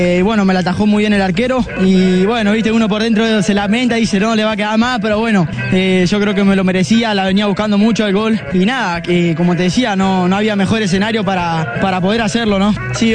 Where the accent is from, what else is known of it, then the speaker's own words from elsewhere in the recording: Navarro, Buenos Aires Province, Argentina; moved away as an adult; a todo mi pueblo navarro que de Buenos Aires, Argentina